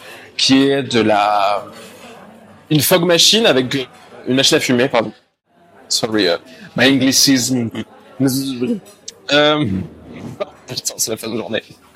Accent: France; born there; je suis né en France. Je suis aussi dans mon pays

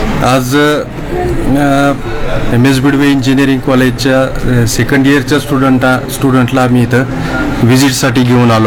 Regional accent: Dharashiv, Maharashtra, India; मी proper धाराशिवचाच आहे

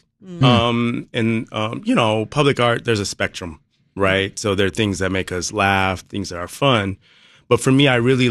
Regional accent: Chicago, Illinois, United States; I'm from Chicago, so it's really important to spread that out as well.

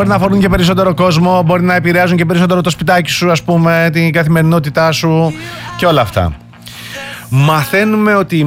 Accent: Aegina, Attica, Greece; Τις κάνω εγώ που είμαι από την Αίγινα.

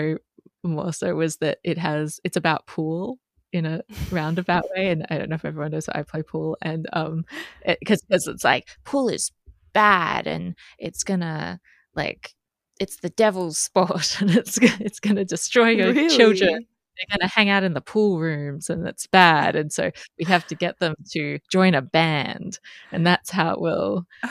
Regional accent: Australia; my home country, Australia.

